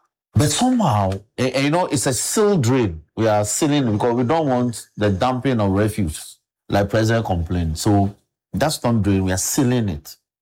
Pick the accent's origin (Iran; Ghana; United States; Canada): Ghana; Accra, Greater Accra; I grew up in Mamubi here. The famous Kaukudi, Mamubi, Nima, Gota, all the way to Circle.